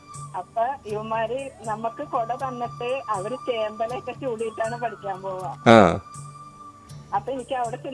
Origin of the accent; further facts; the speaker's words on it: Kerala, India; ജനിച്ചു വളർന്ന് അത്രയും കാലമായിട്ട് പോലും ഞങ്ങളുടെ അകത്ത് വെള്ളം കയറിയിട്ടില്ല. മുറ്റത്ത് തന്നെ പെരിയാറാ നമ്മുടെ പെരിയാർ പുഴ.